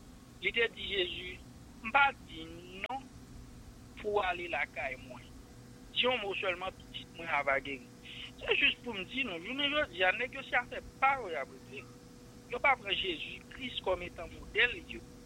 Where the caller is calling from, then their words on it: Haiti; moi-même, ça fait fierté en tant qu'Haïtien.